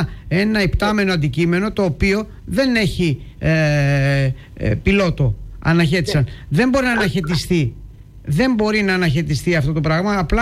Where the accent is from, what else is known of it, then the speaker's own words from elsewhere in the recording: Ikaria, North Aegean, Greece; Εγώ είμαι από την Ικαρία και όταν το καράβι έφτανε στη Σύρο πολλές φορές λόγω κακοκαιρίας, μέναμε για σχεδόν μια ημέρα στη Σύρο